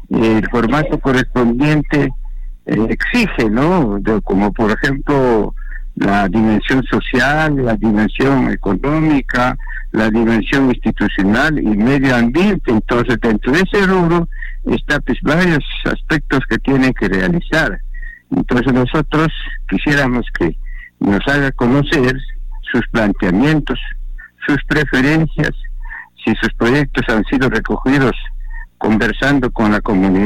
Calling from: Chumpi district, Ayacucho, Peru; lo que somos del distrito de Chumpi

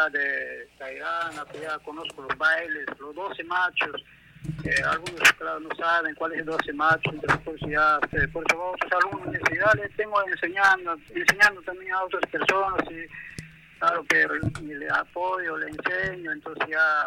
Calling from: Ayacucho, Peru; todos los lugares del pueblo que estamos en Parinacochas

